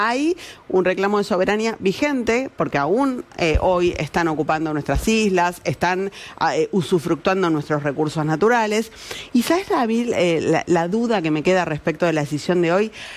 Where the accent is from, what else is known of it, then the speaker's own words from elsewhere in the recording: Argentina; más arrasador que compartimos como argentinos, que es justamente el fútbol.